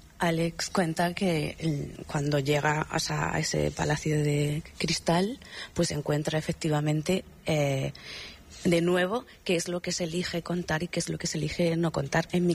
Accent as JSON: {"language": "Spanish", "country": "Spain", "said": "Yo sí me considero española, me considero filipina."}